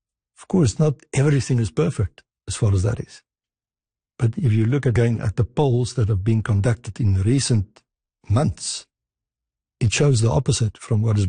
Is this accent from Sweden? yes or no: no; South Africa; I mean, I'm an Afrikaner from South Africa myself, and I can say that I've never experienced something of that kind.